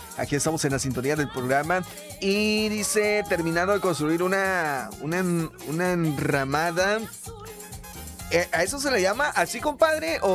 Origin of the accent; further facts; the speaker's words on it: Comalcalco, Tabasco, Mexico; de Chico Zapote, Comalcalco.